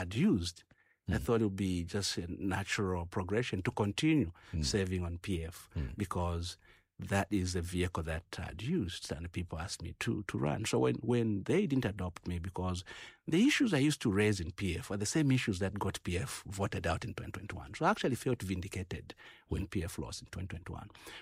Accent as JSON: {"language": "English", "region": "Copperbelt", "country": "Zambia", "said": "I'm Bemba, I'm from the Copper Belt."}